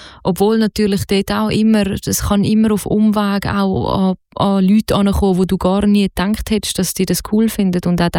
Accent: Zurich, Switzerland; Also natürlich, ich meine, ich bin aus Zürich, aber ich glaube grundsätzlich, also ich höre ja auch Mundart von mit anderem Dialekt und fühle mich angesprochen.

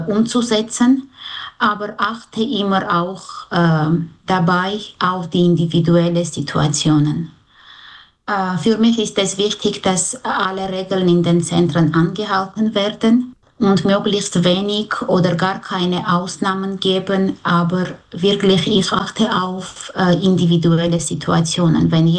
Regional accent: Armenia; moved away as an adult; now in Switzerland; Ich glaube, jede Person hat nur eine Heimat und meine Heimat ist Armenien. Aber die Schweiz ist jetzt meine zweite Zuhause. Für meine Kinder ist die Schweiz die Heimat, weil sie waren noch klein, als wir in die Schweiz gekommen sind.

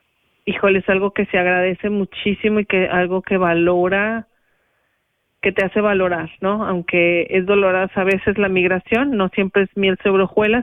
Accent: Mexico; moved away as an adult; now in Switzerland; Yo vengo de México, que es un país que es maravilloso, es precioso, tiene muchísima cultura, tiene cosas bellísimas

